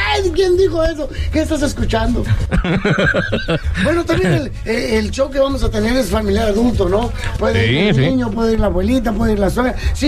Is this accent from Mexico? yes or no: yes; Chihuahua, Mexico; now in Mexico City, Mexico